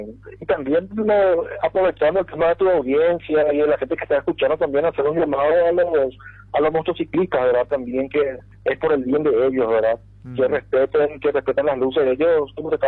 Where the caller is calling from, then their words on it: Presidente Franco, Alto Paraná, Paraguay; Ciudad del Este, Franco. Yo vivo en Franco, la empresa en Ciudad del Este